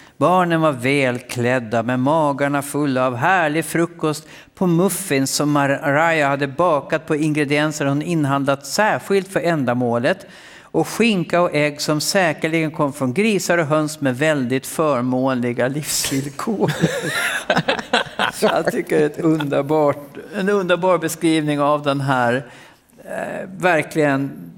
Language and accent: Swedish; Gotland, Sweden; accent: Gotlandic; moved away as an adult; utan jag pratar vanlig gotländska